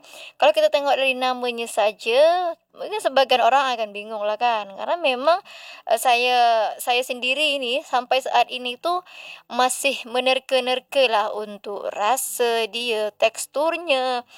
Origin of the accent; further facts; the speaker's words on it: Riau Islands, Indonesia; orang kita Melayu nih, Kepulauan Riau.